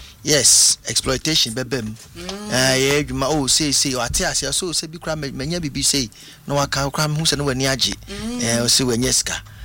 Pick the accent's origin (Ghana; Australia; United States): Ghana; they ask you, who are you? Say, I am a Ghanaian artist and I make songs in Ghanaian high life.